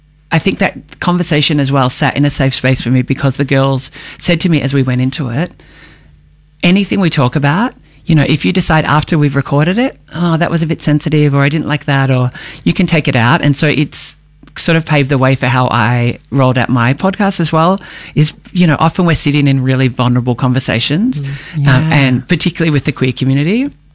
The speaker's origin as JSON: {"language": "English", "town": "Melbourne", "region": "Victoria", "country": "Australia", "tie": "born or raised there", "said": "I grew up in Melbourne, yeah, and I am 48. So I have had quite some time finding my way to who I am. But always been in Melbourne."}